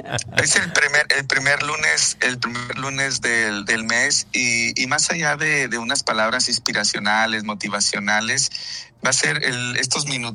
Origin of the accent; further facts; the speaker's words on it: Mexicali, Baja California, Mexico; now in San Diego, United States; soy de Mexicali originalmente, pues imagínate, estoy recordándome de mis raíces, mucho calor, jamás había sentido ese calor por acá en San Diego tan fuerte, que ahorita estoy precisamente en el parque caminando